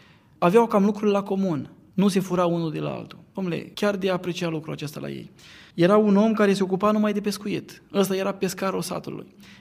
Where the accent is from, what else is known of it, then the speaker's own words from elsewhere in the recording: Romania; eu îl slăvesc pe Domnul că sunt român.